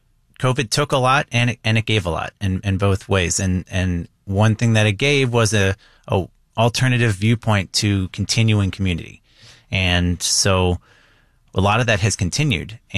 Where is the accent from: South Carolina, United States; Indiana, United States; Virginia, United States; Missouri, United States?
Missouri, United States; St. Louis; I grew up in St. Louis. I grew up in Missouri.